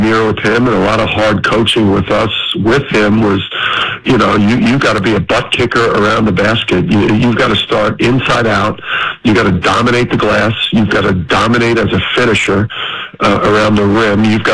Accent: New Jersey, United States; I'm a hoops junkie, and I'm from Jersey.

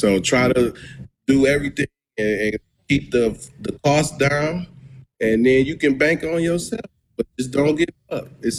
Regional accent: Milwaukee, Wisconsin, United States; I'm from Milwaukee.

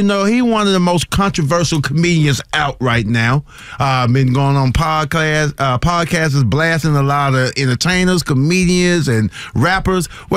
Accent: Mississippi, United States; I'm from Mississippi. Yeah, we do talk like that, but we also are educated.

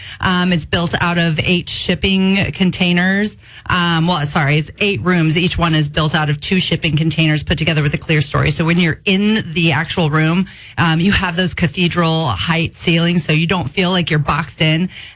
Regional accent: Los Angeles, California, United States; because I'm originally from Los Angeles and I am used to the sound of traffic and cars.

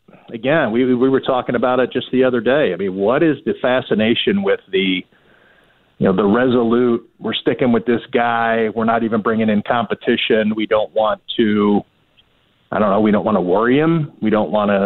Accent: Buffalo, New York, United States; I'm fluent in Buffalo, because I grew up.

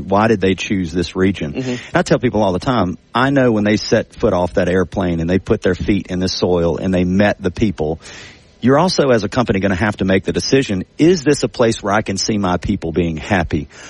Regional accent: Monroe, Louisiana, United States; when I tell people I'm from Monroe, you know, the first question everybody feels is there, everybody asks, well, how far is that from New Orleans?

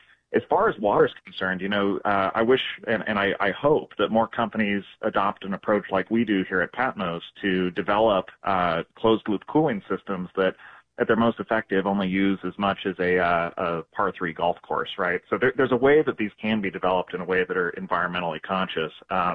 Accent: Billings, Montana, United States; I'm from Billings originally

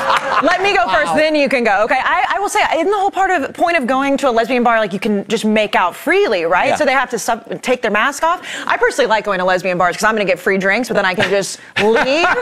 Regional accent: Texas, United States; I am from Texas, yes. Can you tell by the hair?

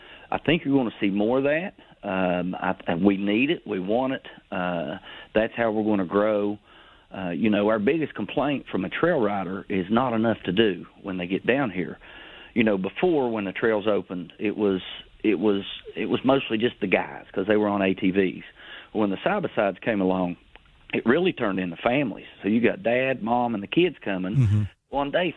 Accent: West Virginia, United States; we especially in southern West Virginia, our small towns, I mean, that's what makes our communities, it's just, I don't know how to explain it. I mean, I would not want to live anywhere else, and the hospitality down here is wonderful.

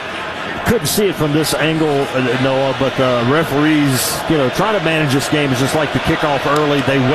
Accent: the South, United States; accent: Southern; Don't tell me I'm losing my southern

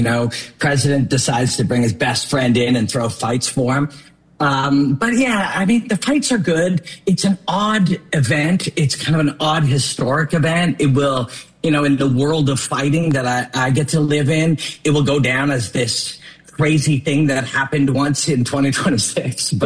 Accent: Canada; I mean, I'm Canadian.

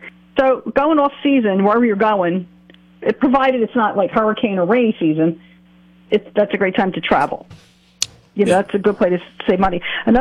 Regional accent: New Jersey, United States; I'm from Jersey, yeah, mm-hmm, with this accent.

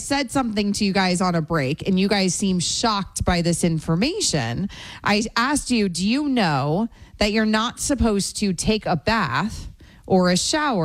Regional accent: Florida, United States; I grew up in Florida, and Florida's thunderstorms all the time. Obviously, we have hurricanes and all the weather also.

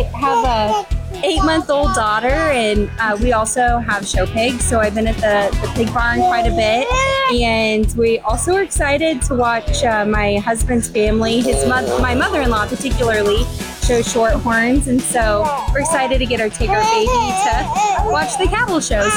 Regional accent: Lamar, Missouri, United States; now in Warrensburg, United States; So I am originally from Lamar, Missouri, but my husband's family is from the Warrensburg area, and that is where we live now.

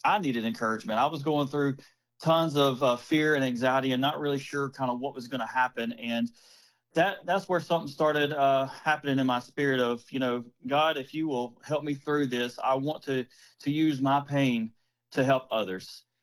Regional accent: Dothan, Alabama, United States; born or raised there

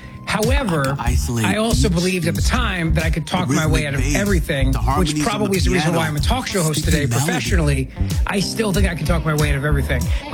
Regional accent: New Jersey, United States; I know the kind of person you are growing up in Jersey, just like me.

